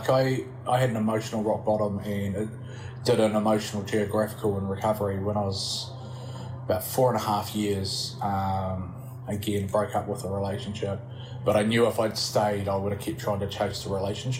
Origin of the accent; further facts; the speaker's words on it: Timaru, Canterbury, New Zealand; I was going back to stay with a guy that I grew up with in Timaru